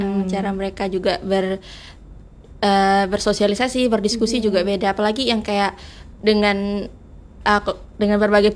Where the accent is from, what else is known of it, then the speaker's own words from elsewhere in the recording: Pontianak, West Kalimantan, Indonesia; kalau kita itu orang Pontianak lah, kayak bisa kalau saya kan hidupnya lama di sini ya, Kak. Lama di Pontianak.